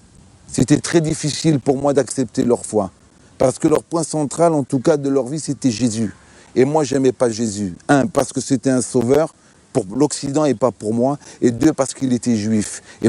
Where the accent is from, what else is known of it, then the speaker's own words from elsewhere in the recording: Algeria; Moi, en tant qu'Algérien, je voulais être un homme fort. Avec ma religion musulmane, je pensais être quelqu'un de capable.